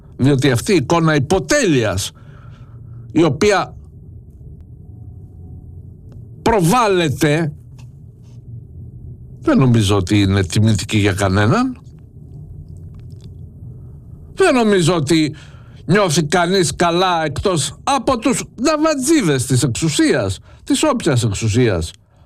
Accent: Greece; ντρέπομαι που είμαι Έλληνας

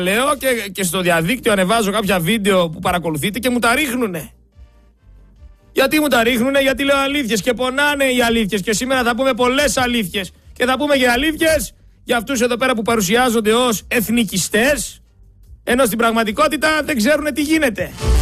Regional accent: Greece; Εγώ δεν είμαι με κανέναν, εγώ είμαι Έλληνας.

